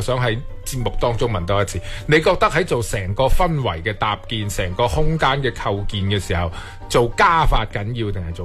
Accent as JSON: {"language": "Cantonese", "region": "Guangdong", "country": "China", "said": "我哋广东人"}